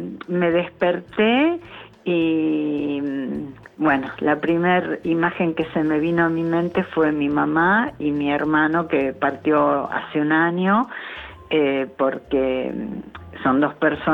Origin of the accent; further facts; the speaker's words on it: Lanús, Buenos Aires Province, Argentina; born there; Porque yo nací en casa, nací en Lanús, pero en mi casa.